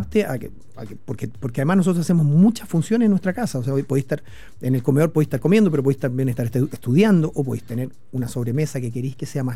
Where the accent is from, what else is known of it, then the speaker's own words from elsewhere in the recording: Chile; Nosotros como chilenos